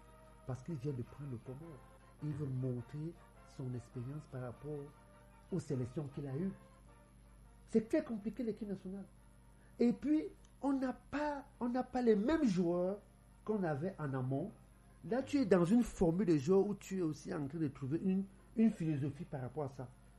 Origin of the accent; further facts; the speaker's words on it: Cameroon; quand on est Camerounais, on est fort dans la tête.